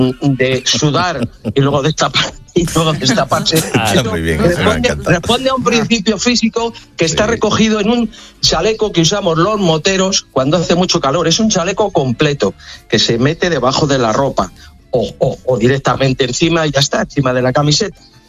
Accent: Daimiel, Castilla-La Mancha, Spain; Porque yo soy de Daimiel, provincia de Ciudad Real, que es famoso por sus grandes montañas y sus playas tan extensas que corre mucho fresquito.

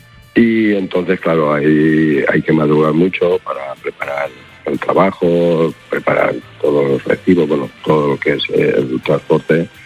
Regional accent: Gandia, Valencian Community, Spain; yo desde entonces, yo soy de Gandía, aquí en Gandía, toda la gente de la época aquella, todos los amigos míos

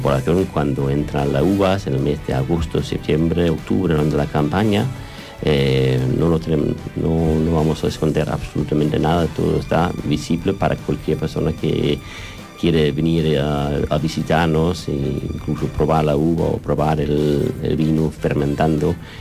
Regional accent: Valencian Community, Spain; Somos de aquí, de la Marina Alta.

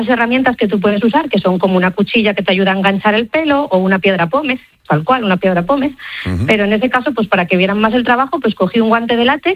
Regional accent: Asturias, Spain; also born or lived in Barcelona; yo soy de Asturias, pero acabé viviendo en Barcelona

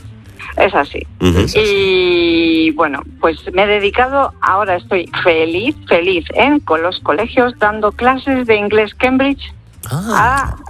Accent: Argentina; now in Seville, Spain; Sí, soy argentina, pero desde Sevilla.

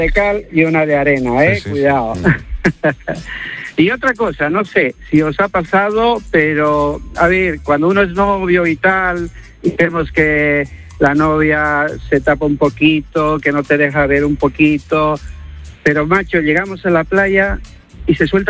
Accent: Bolivia; now in Marbella, Spain; No, no esperaba soy yo, boliviano.

